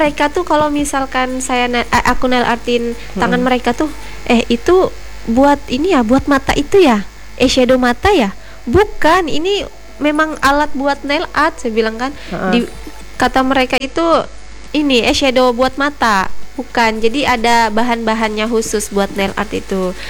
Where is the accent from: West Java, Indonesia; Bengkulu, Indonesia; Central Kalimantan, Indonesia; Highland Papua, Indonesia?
Central Kalimantan, Indonesia; Parang Batang; now in Palangka Raya, Indonesia; Ya di kampung saya juga. Kampungnya di mana? Parang Batang.